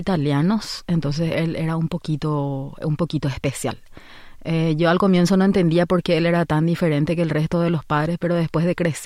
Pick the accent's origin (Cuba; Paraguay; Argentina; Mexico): Paraguay; Asunción; nací en Paraguay, en Asunción.